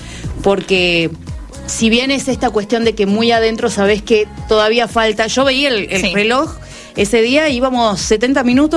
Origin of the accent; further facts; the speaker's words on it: Argentina; culturalmente como argentinos nos atraviesa y somos muy pasionales y somos demasiado emocionales